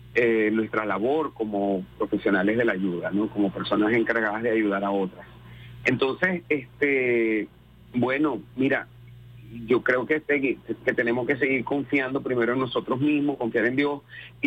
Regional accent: Venezuela; del sentido de pueblo que tenemos como venezolanos y venezolanas

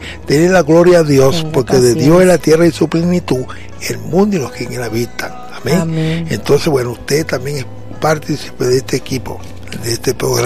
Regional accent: Venezuela; yo no me voy de mi pueblo. Este es mi pueblo

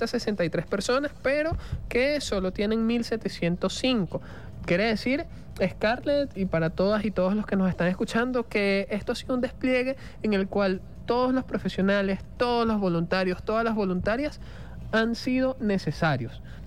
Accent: Venezuela; del humanismo de nosotros como venezolanos

